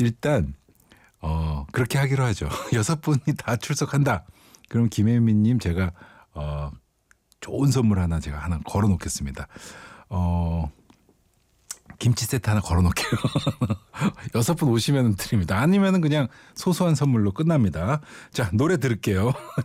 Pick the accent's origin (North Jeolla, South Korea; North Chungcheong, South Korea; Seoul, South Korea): Seoul, South Korea; 저는 예전에 제가 어릴 때 자라난 이촌동에 떡볶이집이 또 있는데 거기가 그렇게 그리워요.